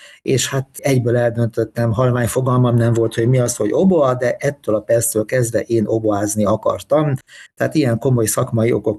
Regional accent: Bagamér, Hajdú-Bihar, Hungary; born there; now in Debrecen, Hungary; Lelkész szülők gyermeke vagyok, és a templom szomszédságában nőttem föl, illetve a templomban nőttem föl

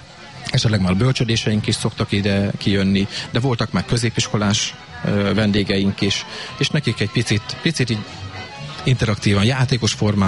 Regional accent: Kisújszállás, Jász-Nagykun-Szolnok, Hungary; Igazából, hát kisgyerekkorban én kisúszáláson nőttem fel, tehát én itt boldogházat szokták mondani, hogy gyütment vagyok, már 16 éve itt élek.

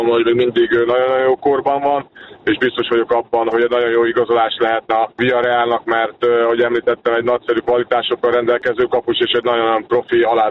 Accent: Hungary; Megmondom őszintén, én magyarként büszke vagyok rá

